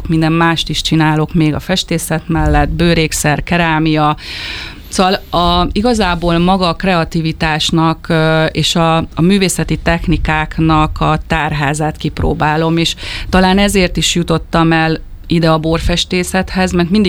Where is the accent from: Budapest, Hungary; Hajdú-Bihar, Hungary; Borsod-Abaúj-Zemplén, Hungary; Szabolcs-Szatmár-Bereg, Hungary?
Budapest, Hungary; born there; now in Nagykanizsa, Hungary; Nagykanizsán lakom, de szinte mondhatom azt, hogy Zalakaros az otthonom. Uh-huh. Amúgy pesti születésű vagyok, néhány éve költöztünk vidékre